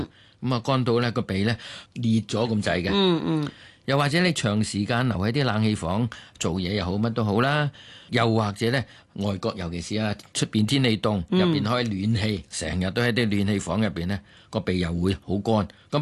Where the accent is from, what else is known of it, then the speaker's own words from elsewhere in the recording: Guangdong, China; 我廣東人叫流鼻血啦